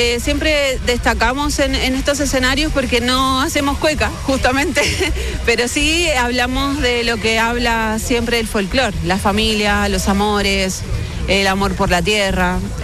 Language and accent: Spanish; Argentina; now in Curicó, Chile; Yo soy argentina, llevo 19 años viviendo en Curicó.